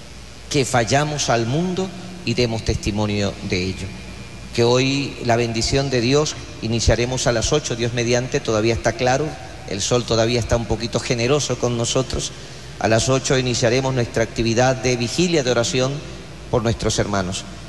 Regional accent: Venezuela; Venezuela somos los venezolanos.

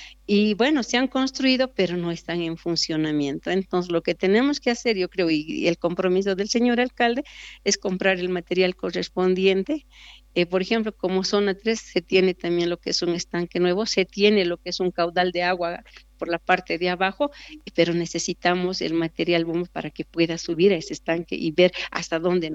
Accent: Uncía, Potosí, Bolivia; soy del municipio de Uncía y nos pongamos la pila, o sea, las pilas para poder tener ese proyecto grande y buscar lo que es la solución al agua en este municipio.

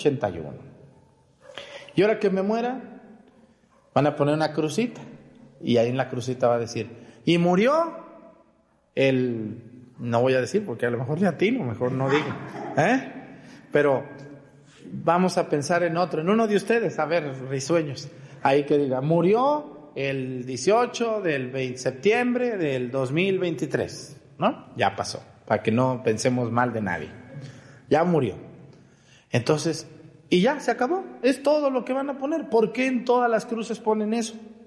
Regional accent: Mexticacán, Jalisco, Mexico; moved away; Yo cuando voy allá a mi pueblo en Mexicacán al panteón

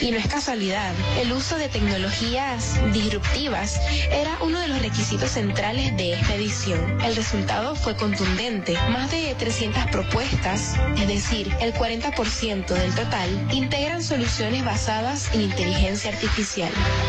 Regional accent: Venezuela

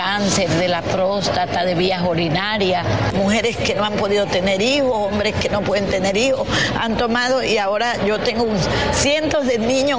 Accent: Lago Agrio, Sucumbíos, Ecuador; yo soy de aquí de Lago Agrio y formo parte de las emprendedoras de aquí de Sucumbío

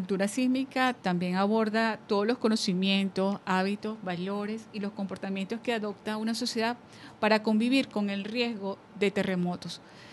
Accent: Venezuela

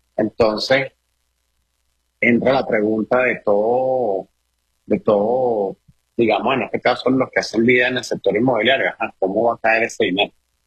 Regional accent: Venezuela; nosotros como venezolanos acá.

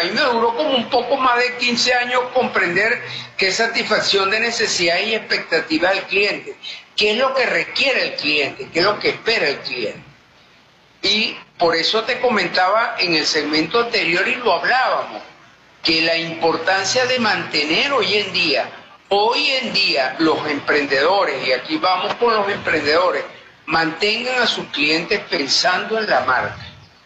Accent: Venezuela; Como venezolanos, yo creo que uno de nuestros altos valores que nosotros tenemos en esos genes es eso que llamamos solidaridad

